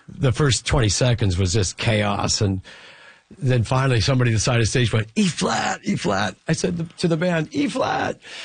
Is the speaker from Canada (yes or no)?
yes; Regina, Saskatchewan, Canada; And then we did the same thing the next night in my hometown of Regina. And now I'm in my hometown with like people I knew in t